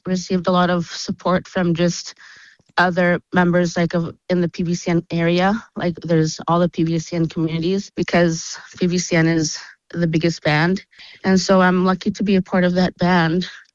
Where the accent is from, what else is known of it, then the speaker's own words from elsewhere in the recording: Sandy Bay, Saskatchewan, Canada; I'm from Sandy Bay, Saskatchewan.